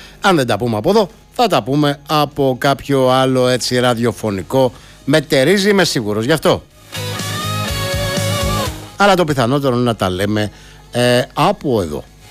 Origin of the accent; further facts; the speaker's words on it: Crete, Greece; moved away; κάτω στην Κρήτη, στα μέρη μας.